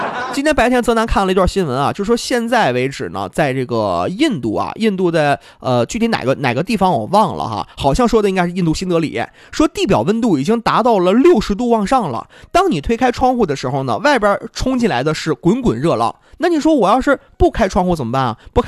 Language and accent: Chinese; Northeast China, China